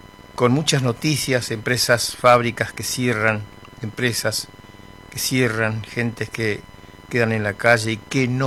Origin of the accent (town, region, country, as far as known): Argentina